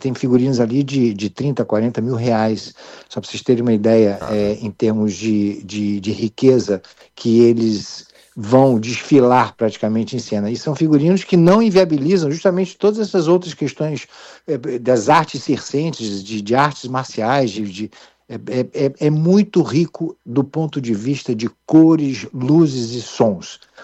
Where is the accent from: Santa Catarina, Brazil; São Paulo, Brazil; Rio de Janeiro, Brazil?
Rio de Janeiro, Brazil; Eu sou carioca da gema. Mas meu pai é alemão, minha mãe é carioca e pronto.